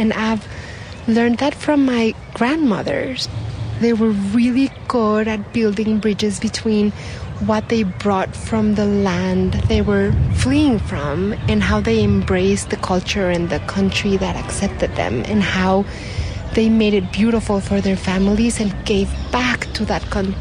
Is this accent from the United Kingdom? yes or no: no; Mexico; When I was growing up in Mexico, I felt like I was treading a little bit between worlds because of my last name, or that I was pointed at, you know, like I'm like the Jew in Mexico, and also the community is not that big.